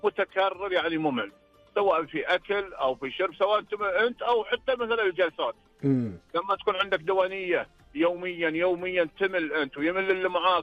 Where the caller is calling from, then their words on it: Eastern Province, Saudi Arabia; من المنطقه الشرقيه.